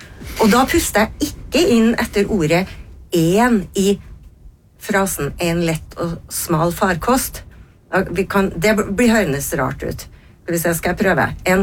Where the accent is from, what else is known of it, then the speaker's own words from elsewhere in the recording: Trøndelag, Norway; accent: trønderdialekten; hvordan jeg er som trønder.